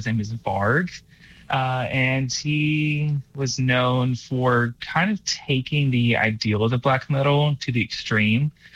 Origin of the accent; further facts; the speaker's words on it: Austin, Texas, United States; So I grew up around Austin. So music has always been part of my life.